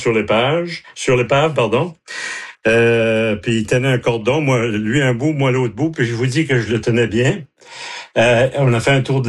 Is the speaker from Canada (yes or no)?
yes; Campbellton, New Brunswick, Canada; Je suis né à Campbellton. J'ai passé toute ma jeunesse là.